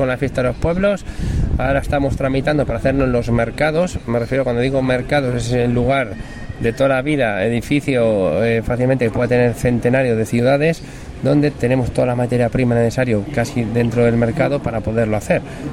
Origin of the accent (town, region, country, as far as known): Palencia, Castile and León, Spain